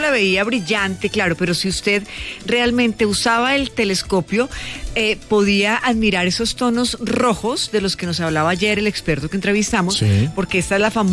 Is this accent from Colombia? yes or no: yes; Colombia; hayamos podido disfrutar de esto los colombianos.